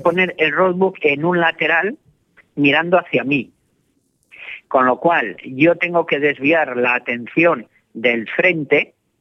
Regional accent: Spain; soy el único español que 3 veces ha estado en el Dakar de verdad

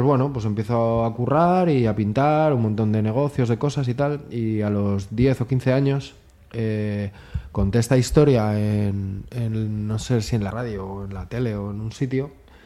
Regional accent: Madrid, Community of Madrid, Spain; born there; also born or lived in Majadahonda / Boadilla del Monte; yo nací en Usera, pero ya luego estuve en Mojadahonda, luego en Boadilla, luego en Madrid, por la zona del barrio del Carmen

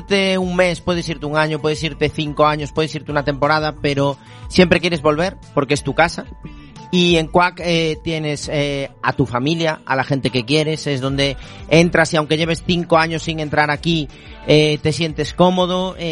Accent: Galicia, Spain; Somos gallegos.

